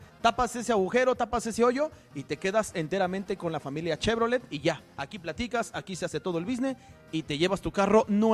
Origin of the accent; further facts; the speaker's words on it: Mexico; Así somos los mexicanos, compa.